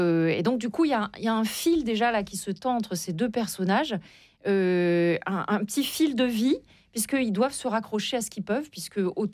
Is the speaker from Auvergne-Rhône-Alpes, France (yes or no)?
yes; Auvergne-Rhône-Alpes, France; Donc, je suis auvergnate, et mes parents, lorsque nous étions... enfant, dans les années 70, souhaitait nous montrer autre chose que la campagne